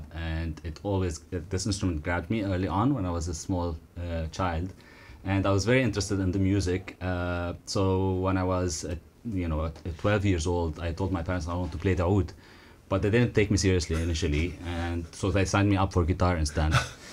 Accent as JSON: {"language": "English", "town": "Beirut", "region": "Beirut Governorate", "country": "Lebanon", "tie": "born or raised there", "second_language": "English", "said": "Yeah, so I am from Lebanon, and I grew up my entire life basically in Beirut."}